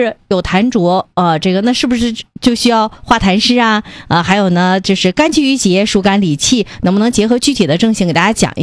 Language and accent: Chinese; Jilin, China; 人参对于我们吉林人来说是属于我们的道地药材。